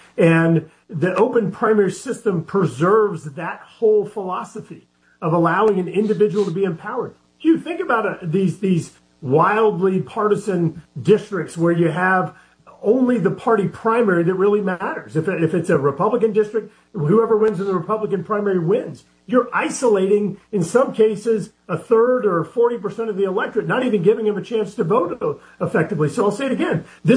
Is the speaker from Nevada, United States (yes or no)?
no; Louisiana, United States; So look, first of all, I grew up in South Louisiana. We had open primaries my whole life